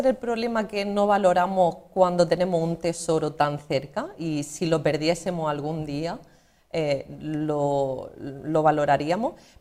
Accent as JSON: {"language": "Spanish", "town": "El Ejido", "region": "Andalusia", "country": "Spain", "said": "yo vengo de una pedanía de Elegido, de La Noria, este año cumplo 11 años atendiendo en consulta a gente como dietista, nutricionista"}